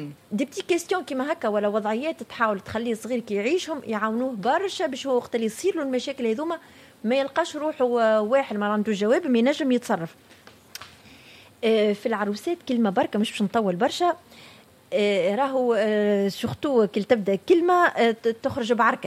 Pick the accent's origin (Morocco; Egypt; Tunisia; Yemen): Tunisia